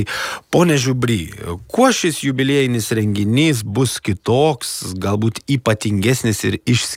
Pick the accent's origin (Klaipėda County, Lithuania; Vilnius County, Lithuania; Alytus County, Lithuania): Klaipėda County, Lithuania; Klaipėda; Aš kaip klaipėdietis